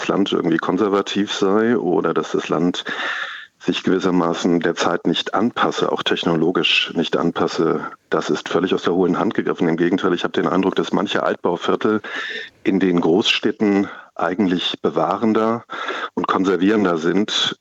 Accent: Mecklenburg-Vorpommern, Germany; Ich denke da auch an die Landtagswahlen, zum Beispiel in Sachsen-Anhalt und in Mecklenburg, meiner Heimat, im September.

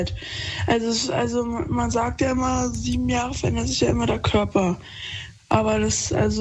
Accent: Berlin, Germany; Ich bin ja hier in Berlin groß geworden.

